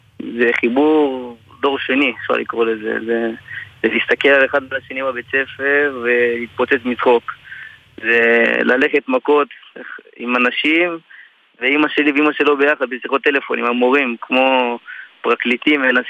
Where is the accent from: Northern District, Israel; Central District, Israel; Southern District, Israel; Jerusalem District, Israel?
Central District, Israel; Elyakhin; יכין, בעמק חפר. אני בן 21